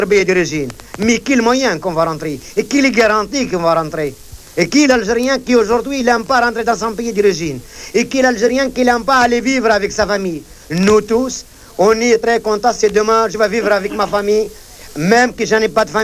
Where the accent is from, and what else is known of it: Algeria; moved away